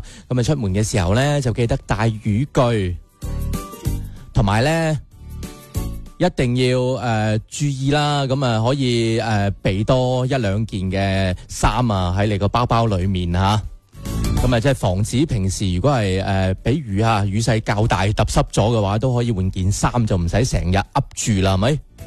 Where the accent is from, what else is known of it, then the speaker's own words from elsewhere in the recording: Guangdong, China; 我哋广东人